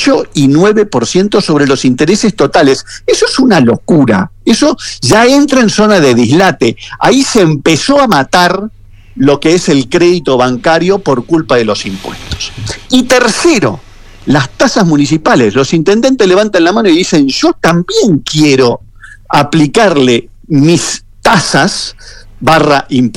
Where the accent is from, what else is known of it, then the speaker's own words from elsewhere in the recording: Argentina; Los únicos que lo aplicamos somos los argentinos